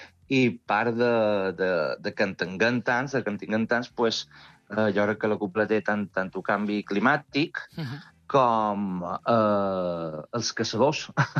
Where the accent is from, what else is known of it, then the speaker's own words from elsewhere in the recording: Mallorca, Balearic Islands, Spain; Sóc a Mallorca, de Mallorca, sí.